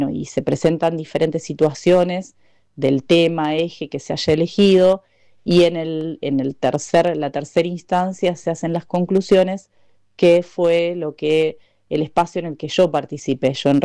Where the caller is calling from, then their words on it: Cosquín, Córdoba, Argentina; de Cosquín